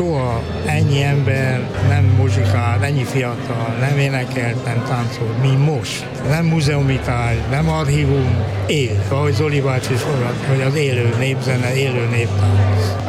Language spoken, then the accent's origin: Hungarian; Harghita, Romania; Ugye én a Csíki székely vagyok, én jobban ismertem az a keleti részt, a Moldvai Csángó magyar terepet, a gyémesi részt és egy pár székelyfalvi részt.